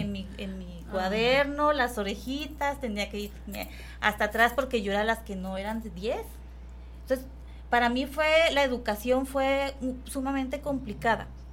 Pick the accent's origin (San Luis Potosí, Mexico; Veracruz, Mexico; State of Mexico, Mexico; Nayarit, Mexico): Veracruz, Mexico; moved away as an adult; also born or lived in Mexico City / Querétaro; now in Ciudad Juárez, Mexico; Yo no soy de Juárez, soy de Ciudad de México, pero toda mi vida viví en Veracruz.